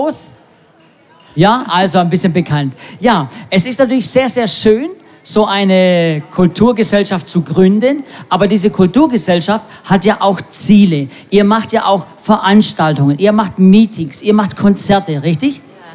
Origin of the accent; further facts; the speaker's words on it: Baden-Württemberg, Germany; und ich komme ja aus dem Raum Stuttgart